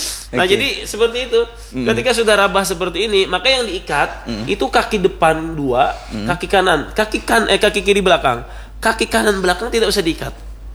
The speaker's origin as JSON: {"language": "Indonesian", "region": "South Kalimantan", "country": "Indonesia", "said": "karena kita orang Banjar ini banyak memakai ilmu tapaul ya"}